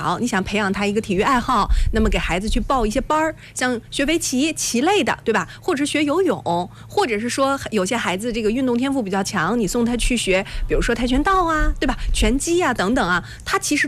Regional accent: Shandong, China

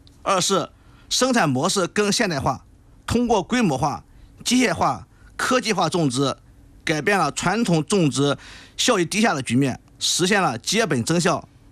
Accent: Tengzhou, Shandong, China; born there; 用我们老家话是特别利索

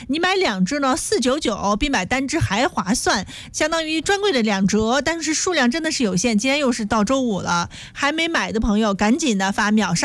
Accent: Shandong, China; 青岛呢我觉得作为咱们山东人每年都得去几次

